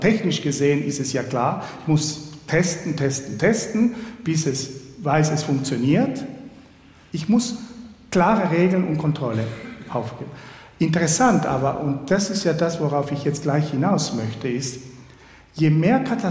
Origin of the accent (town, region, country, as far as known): Argentina; now in Switzerland